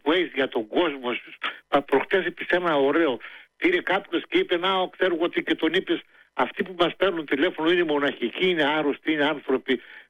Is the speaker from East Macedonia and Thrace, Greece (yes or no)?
yes; Stelia, East Macedonia and Thrace, Greece; το χωριό μου είναι 6 χιλιόμετρα, είναι δίπλα στη Δράμα.